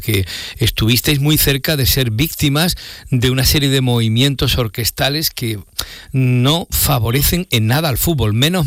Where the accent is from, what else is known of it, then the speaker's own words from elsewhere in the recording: Villacarrillo, Andalusia, Spain; ¿cómo van las ferias de mi pueblo?